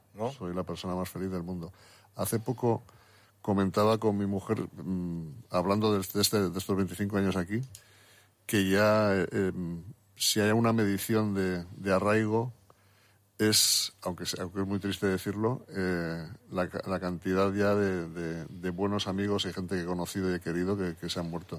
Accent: Irún, Basque Country, Spain; moved away as an adult; also born or lived in San Sebastián; Yo soy de Irún.

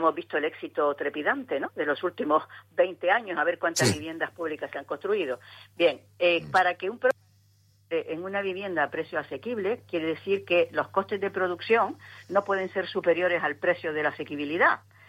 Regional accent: Spain; los españoles somos los europeos más ricos en patrimonio de toda Europa

